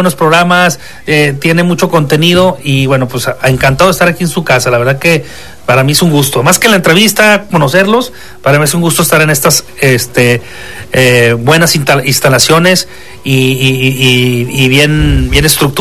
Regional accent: Mexico; Somos mexicanos todos

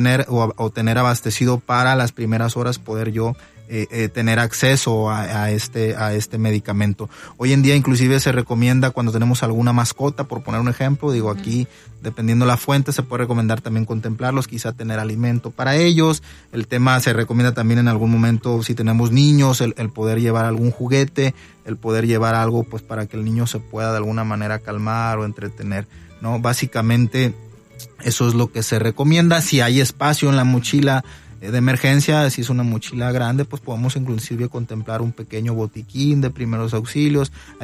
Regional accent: Mexico

